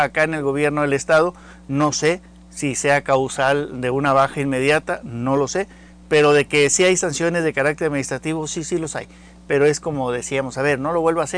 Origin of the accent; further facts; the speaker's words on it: Mexico; así somos los mexicanos